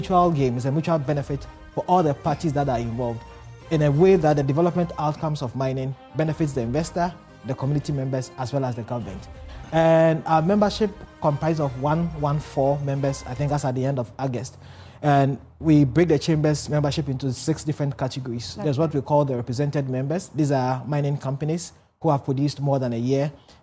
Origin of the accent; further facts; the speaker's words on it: Ashanti, Ghana; English is a second language; it belongs to all of us Ghanaians. So for my hometown, somewhere in the Ashanti region, where mining is happening